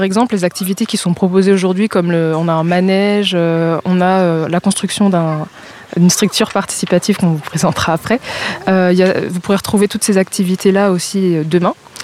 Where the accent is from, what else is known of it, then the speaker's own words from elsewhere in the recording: Grand Est, France; now in Nantes, France; je suis architecte, je viens de la région Champagne-Ardenne, installée à Nantes depuis quelques années